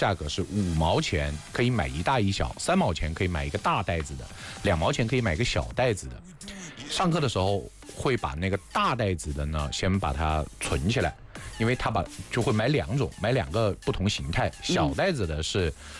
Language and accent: Chinese; Hunan, China; 我们湖南人